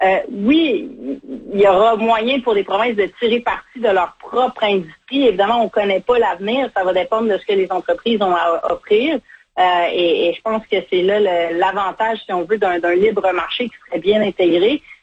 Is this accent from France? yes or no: no; Quebec, Canada; Un dentiste, par exemple, qui serait formé chez vous, Manitoba, pourrait travailler, par exemple, chez nous, au Québec.